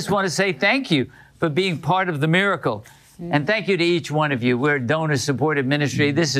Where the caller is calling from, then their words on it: Canada; I'm watching from Canada.